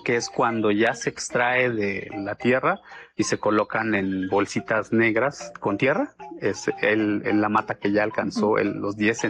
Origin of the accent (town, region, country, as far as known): Tanetze de Zaragoza, Oaxaca, Mexico